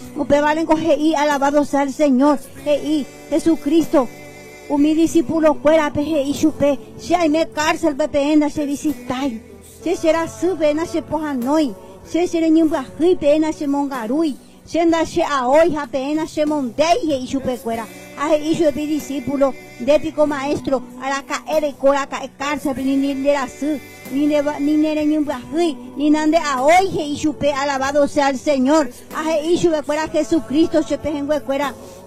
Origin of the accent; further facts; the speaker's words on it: Cuba; yo soy cubana, hermano, aleluya Jesús